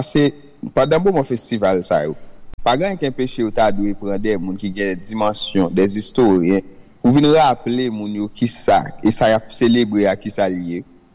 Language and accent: French; Haiti; parce que on est haïtien